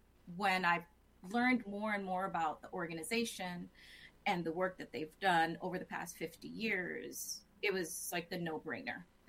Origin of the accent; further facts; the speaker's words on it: Massachusetts, United States; Massachusetts.